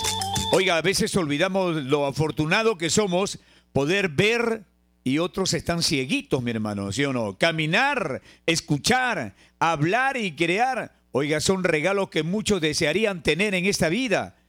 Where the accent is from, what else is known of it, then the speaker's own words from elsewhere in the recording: Peru; porque somos peruanos, nos sentimos orgullosos los peruanos.